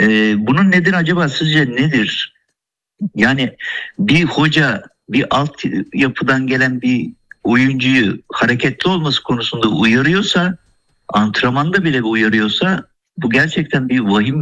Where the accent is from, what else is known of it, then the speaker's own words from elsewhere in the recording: Bartın, Bartın Province, Turkey; Yok, ben Bartınlıyım.